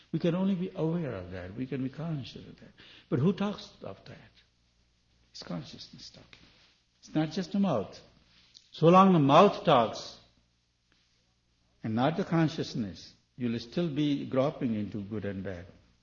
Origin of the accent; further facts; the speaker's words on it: India; I'm from India or Sanskrit knowing person a little bit